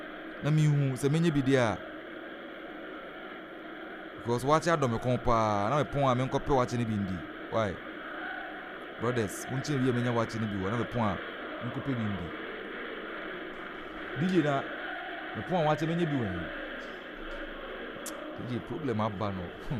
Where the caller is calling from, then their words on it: Takoradi, Western Region, Ghana; from Airport Ridge.